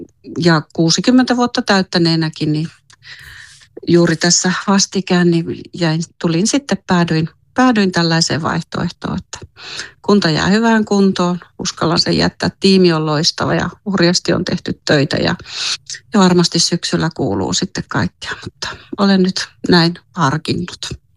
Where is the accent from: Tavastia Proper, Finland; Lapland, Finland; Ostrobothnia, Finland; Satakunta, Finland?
Lapland, Finland; Simo; Tämä on mun kotikunta, niin kyllä mä toivon Simon kunnalle jatkossakin kaikkea hyvää